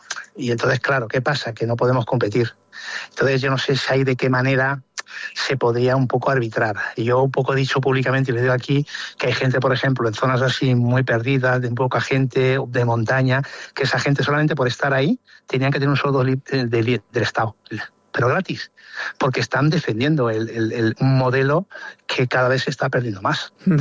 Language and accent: Spanish; Extremadura, Spain; yo soy extremeño y yo fui uno de los promotores de la Feria Nacional del Queso de Trujillo.